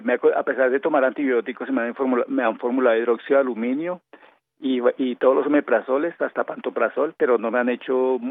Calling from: Bogotá, Colombia; Desde el barrio Marsella, doctora.

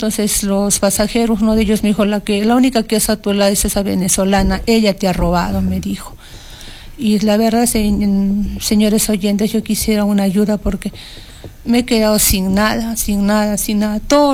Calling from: Paucarpata, Arequipa, Peru; Yo vivo en Israel, en Paucarpata.

